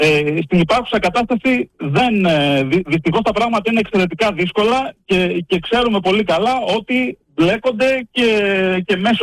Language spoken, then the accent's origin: Greek; Greece; να μπορέσουμε να αυξηθούμε ως Έλληνες